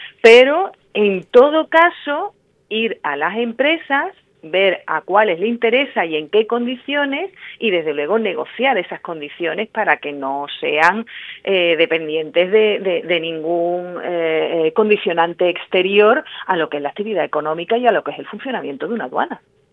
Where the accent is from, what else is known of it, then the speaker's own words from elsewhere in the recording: Ceuta, Spain; lo que tenemos que seguir exigiendo es un parking exclusivo para las mercancías de Ceuta, porque somos españoles.